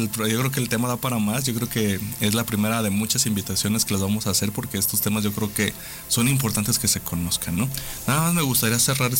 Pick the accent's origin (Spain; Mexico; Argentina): Mexico